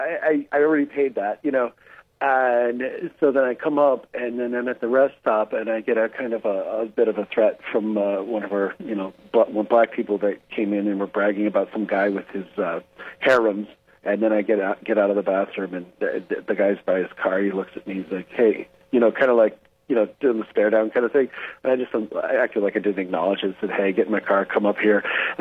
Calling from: Columbus, United States; I'm from Columbus

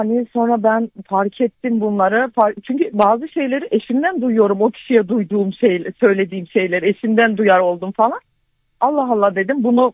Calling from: Antalya, Turkey; Antalya'dan arıyorum.

